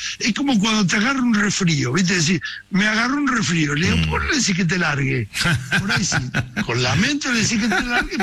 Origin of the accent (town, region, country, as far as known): Mataderos, Buenos Aires, Argentina; born there